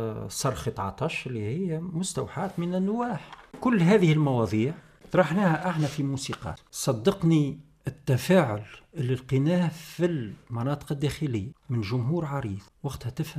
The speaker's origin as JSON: {"language": "Arabic", "country": "Tunisia", "said": "أنا كمواطن تونسي"}